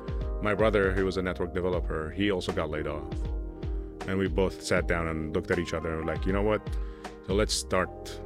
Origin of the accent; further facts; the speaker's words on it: Syria; So the owner is from Vietnam and we're from Syria. We grew up drinking Turkish coffee.